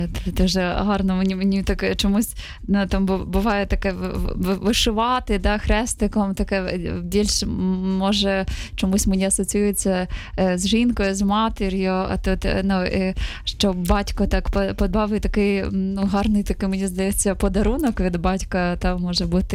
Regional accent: Zaporizhzhia, Zaporizhzhia Oblast, Ukraine; Так, радію, що в моєму рідному місті, в Запоріжжі

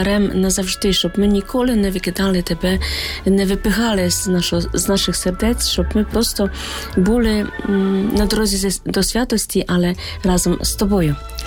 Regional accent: Boryspil, Kyiv Oblast, Ukraine; Так, і я також з Борисполя, парафія Переображення Господнього

